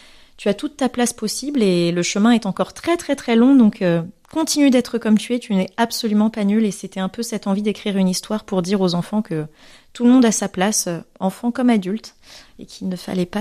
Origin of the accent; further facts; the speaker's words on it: Madagascar; born there; also born or lived in Alsace / Indian Ocean; je suis née à Madagascar, mais j'ai beaucoup voyagé ensuite entre l'Alsace et l'océan Indien